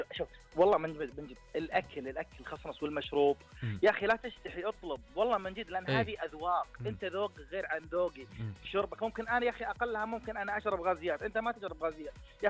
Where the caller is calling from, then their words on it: Riyadh, Riyadh Province, Saudi Arabia; أكلكم من الرياض.